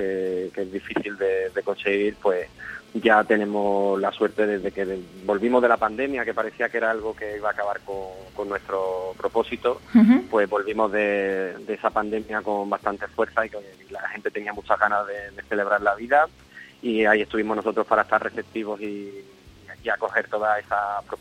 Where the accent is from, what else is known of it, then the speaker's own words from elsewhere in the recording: Sanlúcar de Barrameda, Andalusia, Spain; moved away as an adult; now in Granada, Spain; Yo soy de Sanlúcar de Barrameda, de Cádiz, y llevo ya pues 11 añitos viviendo en Granada capital